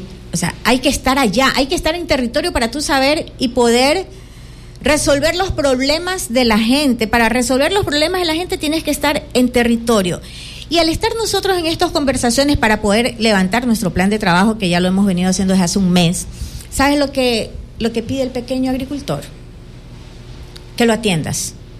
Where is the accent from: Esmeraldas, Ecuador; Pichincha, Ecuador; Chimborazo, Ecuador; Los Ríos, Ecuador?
Los Ríos, Ecuador; Babahoyo; yo soy de Babahoyo.